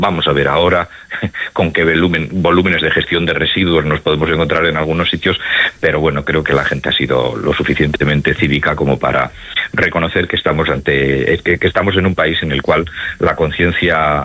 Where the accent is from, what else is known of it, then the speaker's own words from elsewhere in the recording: Asturias, Spain; Bueno, pues en mi tierra, en Asturias.